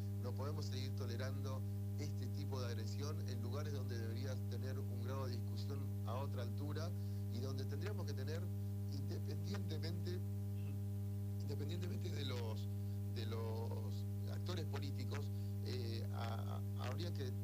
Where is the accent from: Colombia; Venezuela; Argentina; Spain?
Argentina; al menos te lo dice alguien que viene de la provincia de Santa